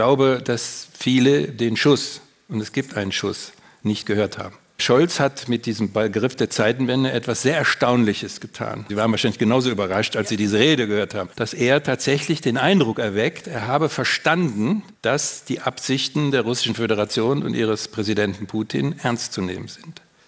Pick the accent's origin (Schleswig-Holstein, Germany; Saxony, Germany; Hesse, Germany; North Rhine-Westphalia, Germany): North Rhine-Westphalia, Germany; Cologne; Meine Heimatstadt Köln hat sich gerade damit berühmt gemacht